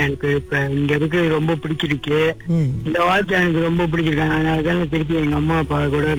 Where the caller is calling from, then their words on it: Perak, Malaysia; இப்ப நான் ஒரு இடத்துல வேலை செஞ்சுட்டு இருக்கேன், பேராக்குல வேலை செஞ்சுட்டு இருக்கேன்.